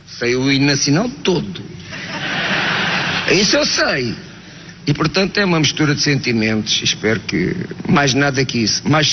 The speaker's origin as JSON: {"language": "Portuguese", "country": "Portugal", "said": "Sou português, amo o meu país."}